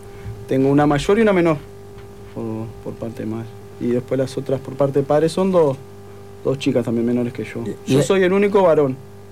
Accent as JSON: {"language": "Spanish", "region": "Montevideo", "country": "Uruguay", "tie": "born or raised there", "said": "yo soy de Montevideo, del Cerro de Montevideo, allí viví toda mi vida."}